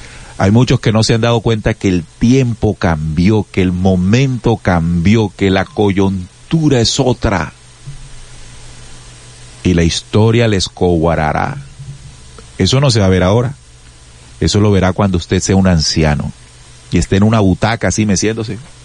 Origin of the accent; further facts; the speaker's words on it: Colombia; Más allá de izquierda y derecha, somos colombianos.